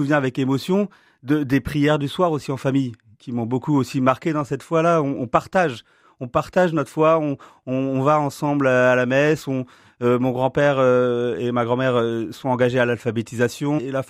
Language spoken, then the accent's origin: French; Paris, Île-de-France, France; born there; also born or lived in Amiens; Et donc, je nais à Paris. Ma famille était actuellement à Amiens, vivait à Amiens. Et maman choisit de monter à Paris pour être entourée de mes grands-parents. Donc, je suis né à Paris, mais